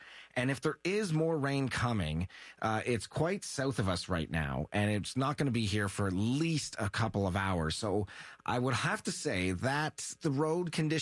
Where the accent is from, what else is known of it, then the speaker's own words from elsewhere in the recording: Nova Scotia, Canada; now in Montreal, Canada; I grew up in Nova Scotia